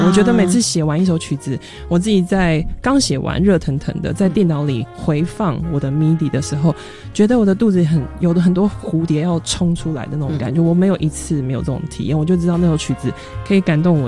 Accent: Taipei, Taiwan; moved away as an adult; also born or lived in southern Italy; 因为台北本来我是台北人嘛，然后我本来就觉得台北是一个紧张的城市，可是对我来说我不紧张，因为我在这边长大，所以这样子的快速的节奏我是非常的习惯。

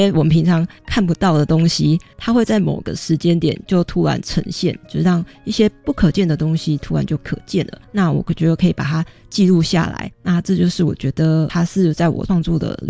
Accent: Kaohsiung, Taiwan; now in Taipei, Taiwan; 它的创作起源是我的家乡高雄为发展的题材。

